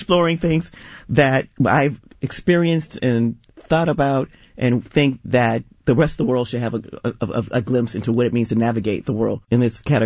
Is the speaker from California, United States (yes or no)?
yes; San Francisco, California, United States; also born or lived in Oakland; I grew up in San Francisco, but I lived in Oakland while I was a grad student